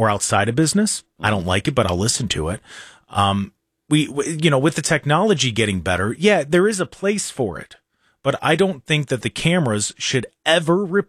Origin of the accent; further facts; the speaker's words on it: Lodi, United States; I grew up, I was lucky enough, growing up in Lodi, there was always a cop sitting at the park.